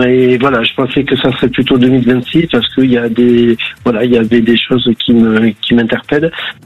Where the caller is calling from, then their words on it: Béziers, Occitanie, France; Du 34, Béziers.